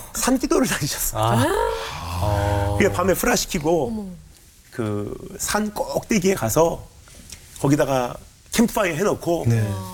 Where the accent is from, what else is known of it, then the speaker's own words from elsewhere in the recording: Japan; Korean is a second language; 제가 이제 일본에서 자랐잖아요.